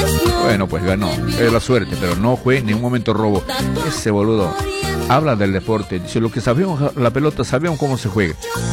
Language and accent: Spanish; Bolivia; now in Argentina; Yo soy boliviano, no soy argentino, pero tengo familia hecha acá